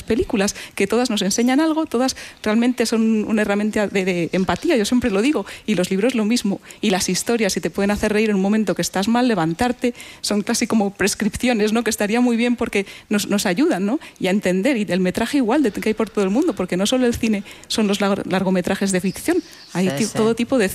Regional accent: Madrid, Community of Madrid, Spain; now in Urueña, Spain; Isaac, que es de Barcelona, yo que soy de Madrid, pero ahora nos sentimos de Urueña.

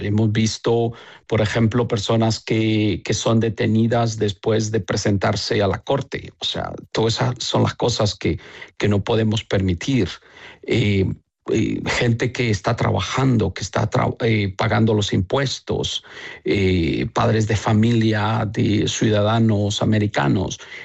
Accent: El Salvador; now in United States; Cuando salí de El Salvador, traía una mochila quizás con una mudada. Pero esa mochila venía llena de sueños, llena de esperanza, llena de proyectos.

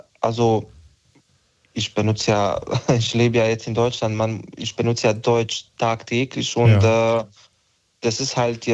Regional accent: Bosnia & Herzegovina; first language Bosnian; German is a second language; moved away as an adult; now in Germany; Ich bin aus Bosnien, in Bosnien geboren, aufgewachsen, bis 17. Lebensjahr in Bosnien gelebt.

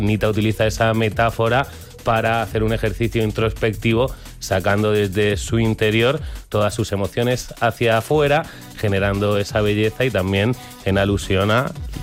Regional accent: Region of Murcia, Spain; now in Madrid, Spain

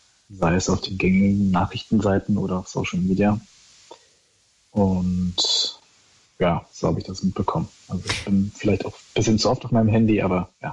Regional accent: Berlin, Germany; Ich bin in Schöneberg aufgewachsen und in der Nähe des Neuendorfplatzes

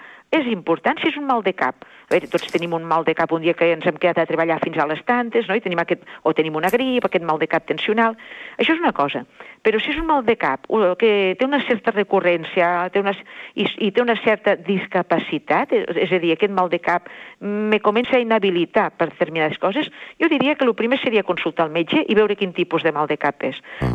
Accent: Tortosa, Catalonia, Spain; moved away

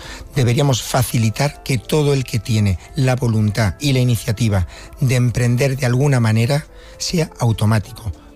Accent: Spain

